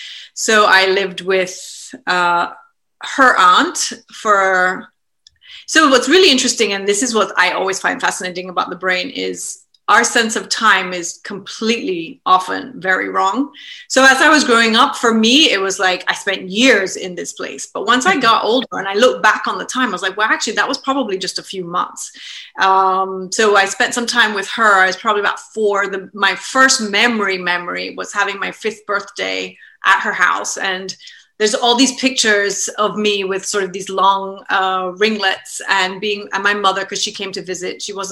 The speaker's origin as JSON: {"language": "English", "region": "London", "country": "United Kingdom", "tie": "born there", "also_born_or_lived": "South Florida, United States / Washington DC, United States", "moved": "as an adult", "said": "I was born here in London, which is where I am now. I'll go back to the childhood piece, but I left here when I was 18 and moved to America in 1987. And I started off in South Florida and then went to college."}